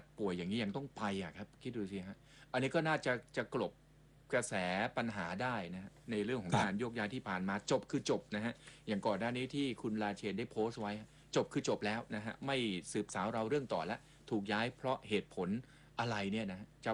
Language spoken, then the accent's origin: Thai; Ko Samui, Surat Thani, Thailand; born there; ที่นี่แหละฮะสมุยนั่นแหละครับ